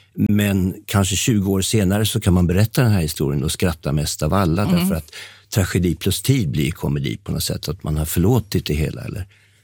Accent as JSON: {"language": "Swedish", "town": "Täby", "region": "Stockholm County", "country": "Sweden", "tie": "born there", "also_born_or_lived": "Upplands Väsby", "said": "vi flyttade vår familj från Upplands Väsby där jag trivdes till Täby när jag var 8 år."}